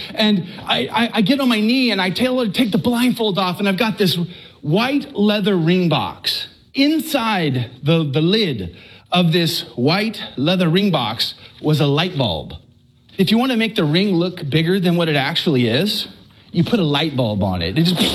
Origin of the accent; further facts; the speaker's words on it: Texas, United States; I'm from Texas.